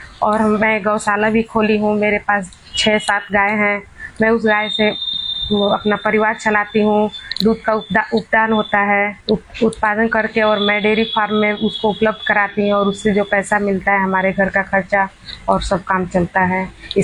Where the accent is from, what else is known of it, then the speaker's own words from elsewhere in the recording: Misipatti, Uttar Pradesh, India; जी sir नमस्कार, मैं ग्राम पंचायत मिसीपट्टी से हूँ।